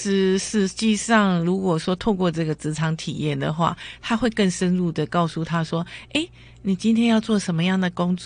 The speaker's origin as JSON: {"language": "Chinese", "country": "Taiwan", "also_born_or_lived": "Japan", "said": "然后会觉得日本人的那个态度跟我们台湾人的那种感受是不同的。"}